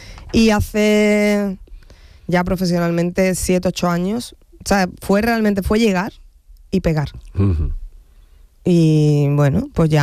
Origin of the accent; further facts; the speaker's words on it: Andalusia, Spain; yo soy andaluza, soy mujer, soy cómica